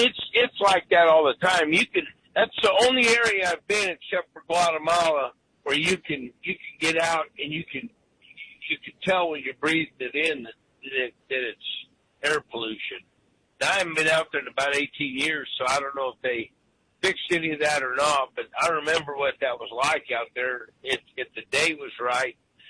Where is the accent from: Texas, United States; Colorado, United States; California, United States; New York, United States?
Colorado, United States; now in Missouri, United States; I grew up in Colorado.